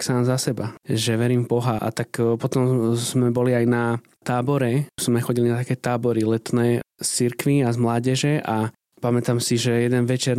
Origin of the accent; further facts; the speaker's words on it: Bratislava, Bratislava Region, Slovakia; Áno, takže … a pochádzam z Bratislavy